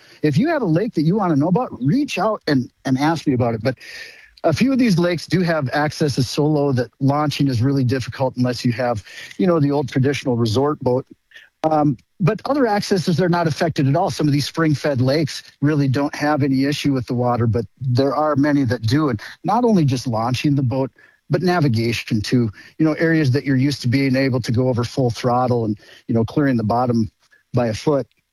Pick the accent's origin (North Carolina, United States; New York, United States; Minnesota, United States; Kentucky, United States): Minnesota, United States; Nevis; I grew up on Lake Beltane in Nevis